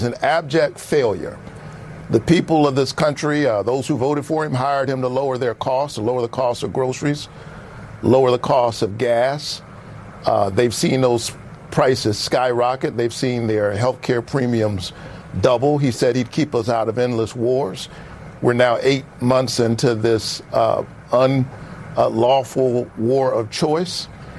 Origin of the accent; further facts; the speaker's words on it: Georgia, United States; I'm from Georgia. It's a purple state.